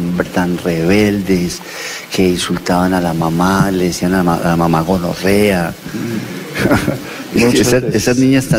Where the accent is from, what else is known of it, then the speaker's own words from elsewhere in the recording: Antioquia, Colombia; Yo soy un antioqueño, de esos antioqueños.